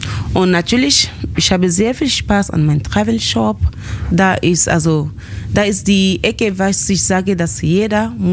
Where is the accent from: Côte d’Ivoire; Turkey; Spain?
Côte d’Ivoire; now in Munich, Germany; Ich komme ursprünglich aus der Elfenbeinküste. Ich wohne in München seit 15 Jahren